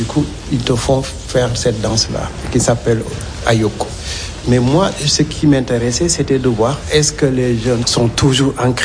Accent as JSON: {"language": "French", "country": "Senegal", "tie": "born there", "said": "Je ne connais pas leur culture, pourtant je suis né au Sénégal."}